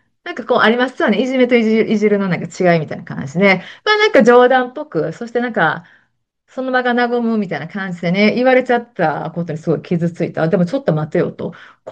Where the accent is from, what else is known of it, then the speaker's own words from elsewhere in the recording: Kansai, Japan; accent: Kansai dialect; 私、この番組も結構関西弁をね、バーッと使って喋ってるんで